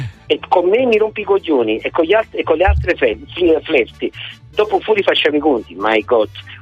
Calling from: Frankfurt, Hesse, Germany; da Francoforte.

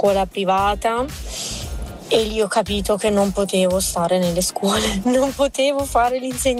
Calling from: Genoa, Liguria, Italy; da Genova.

